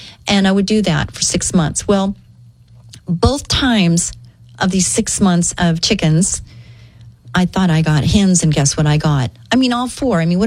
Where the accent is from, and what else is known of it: California, United States; born or raised there